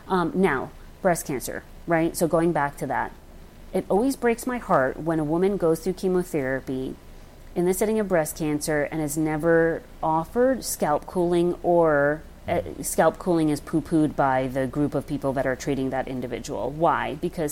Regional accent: Long Island, New York, United States; Although some might consider me a fake New Yorker because I'm from Long Island, but I remind people all the time.

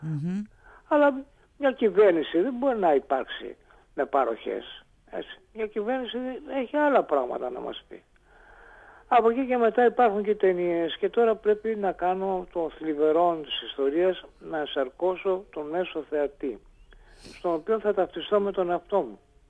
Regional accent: South Aegean, Greece; born there; αναγνώρισα την πατρίδα μου, στη Σαντορίνη

